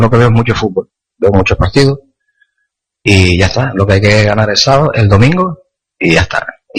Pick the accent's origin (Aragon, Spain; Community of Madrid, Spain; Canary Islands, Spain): Canary Islands, Spain; por esta afición y porque es el equipo de mi tierra.